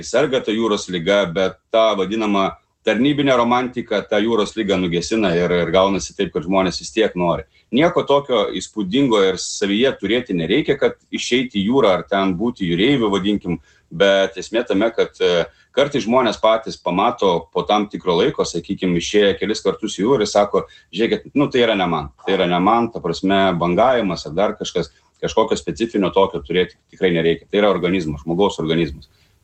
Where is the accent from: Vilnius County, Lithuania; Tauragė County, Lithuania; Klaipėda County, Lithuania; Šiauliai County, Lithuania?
Klaipėda County, Lithuania; Klaipėda; mes kaip klaipėdiečiai